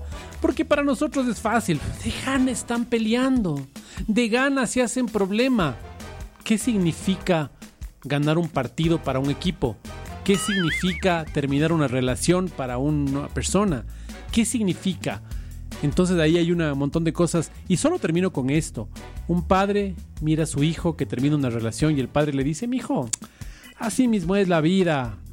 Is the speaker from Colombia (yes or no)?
no; Quito, Pichincha, Ecuador; Y soy los quiteños.